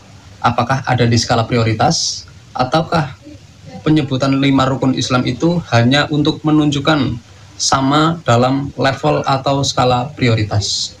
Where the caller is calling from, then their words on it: Kebumen, Central Java, Indonesia; Asal saya dari Kebumen.